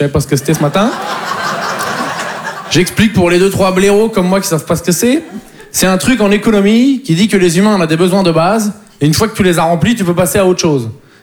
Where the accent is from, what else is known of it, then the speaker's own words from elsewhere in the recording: Poitiers, Nouvelle-Aquitaine, France; Mais bon, en plus, je viens de Poitiers, donc il faut s'occuper. Hein, tu peux pas aller au Futuroscope 5 fois par semaine, quoi.